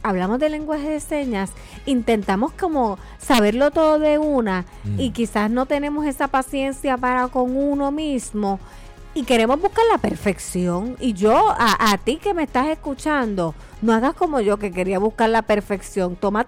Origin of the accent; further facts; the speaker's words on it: Bayamón, Puerto Rico; born there; also born or lived in San Juan, Puerto Rico; en San Juan, pero después mis padres decidieron mudarse a Bayamón.